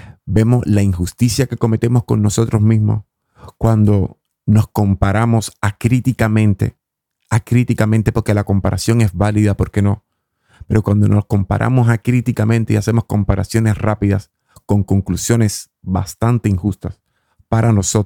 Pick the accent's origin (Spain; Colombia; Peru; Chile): Colombia; Colombian Pacific; desde el Pacífico colombiano, de donde vengo yo.